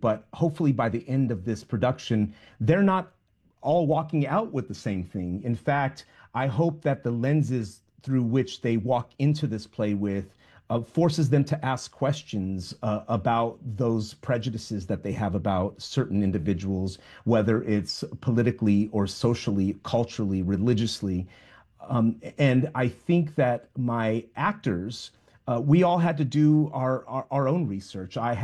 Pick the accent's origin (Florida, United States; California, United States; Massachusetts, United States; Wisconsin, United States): California, United States; Wilmington; So I grew up in Wilmington, California, in South Los Angeles. I was one of seven boys.